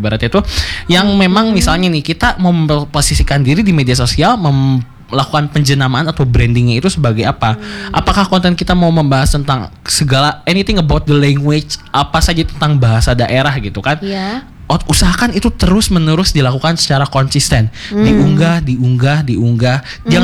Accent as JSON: {"language": "Indonesian", "region": "West Java", "country": "Indonesia", "said": "Kita orang Sunda mungkin terkejut karena ketika berbicara bujur itu adalah bagian tubuh yang kurang pantas disebut di hadapan umum."}